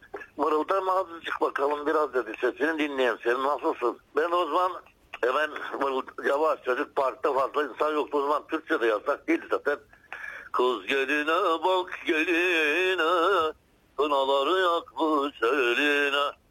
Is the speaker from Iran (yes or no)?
no; Kardzhali Province, Bulgaria; Benim köyüm 20 hanelik bir köydü. Köy yeri diye. İsmi köy yeri. Selenke.